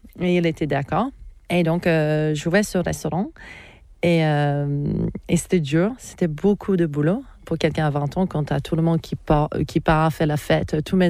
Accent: Australia; French is a second language; moved away as an adult; also born or lived in Poland; Je suis née en Australie, je grandis en Australie. Mais j'étais dans cette culture polonaise.

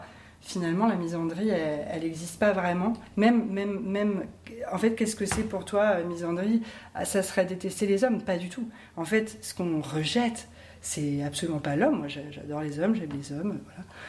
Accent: Brittany, France; Mais comme je suis bretonne, j'ai la peau pâle.

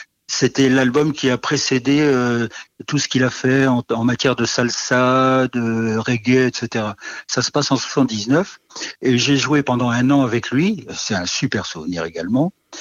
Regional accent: Nouvelle-Aquitaine, France; moi je suis plutôt du Poitou-Charentin en fait, hein. je suis un petit peu au sud, hein.

